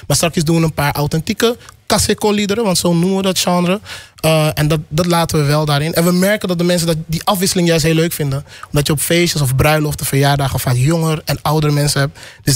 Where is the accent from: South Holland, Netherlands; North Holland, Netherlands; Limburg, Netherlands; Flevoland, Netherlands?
Flevoland, Netherlands; Almere; Want volgens mij zeg ik heel vaak dat we uit Almere komen. En maken we ook heel vaak reclame voor Almere. Waar andere mensen denken, Almere, daar wil ik niet. Maar wij zijn trotse Almeerders.